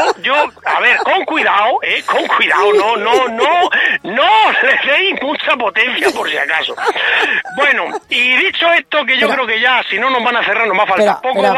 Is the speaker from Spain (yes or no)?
yes; Spain; Digo yo eso siendo español de España con pedigrí